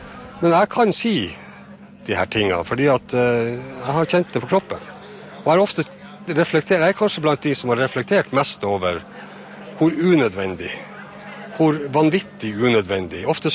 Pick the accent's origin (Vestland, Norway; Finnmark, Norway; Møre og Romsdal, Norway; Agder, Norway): Finnmark, Norway; Kjøllefjord; jeg er jo født og oppvokst i Kjøllefjord, i et fiskevær, og på godt og ondt sett hva fiskeriene betyr. Jeg har selv en far som var fisker, og jeg har sønner som nå er fiskere